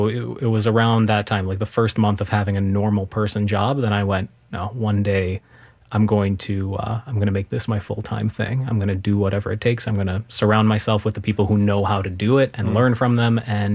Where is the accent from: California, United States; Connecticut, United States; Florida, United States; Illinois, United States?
Illinois, United States; Chicago; So I grew up in Chicago, birthplace of close-up magic.